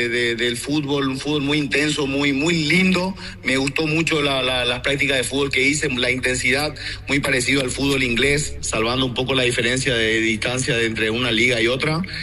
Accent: Paraguay; also born or lived in United States; Yo nací en los Estados Unidos, pero a los dos meses ya fui a Paraguay. O sea, soy más paraguayo que la mandioca, como se dice.

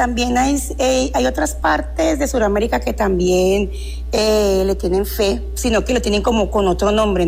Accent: Palmira, Valle del Cauca, Colombia; moved away; also born or lived in Cali; yo soy de Cali, pero me crié en la ciudad de Palmira

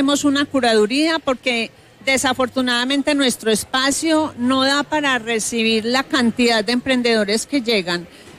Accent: Medellín, Antioquia, Colombia; somos de aquí de Medellín

